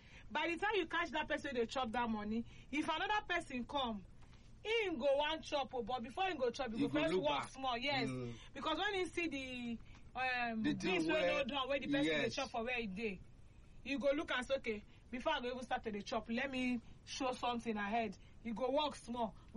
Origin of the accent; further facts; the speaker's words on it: Imo, Nigeria; Yes, I'm from Imo State.